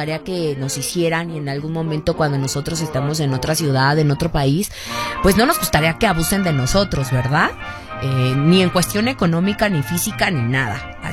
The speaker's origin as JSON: {"language": "Spanish", "country": "Mexico", "said": "O sea, somos mexicanos y nos disfrazamos de mexicanos."}